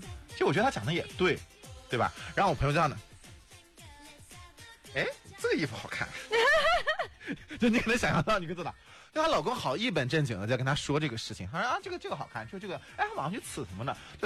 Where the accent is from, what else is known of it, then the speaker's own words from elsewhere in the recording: China; 我们中国人早都有了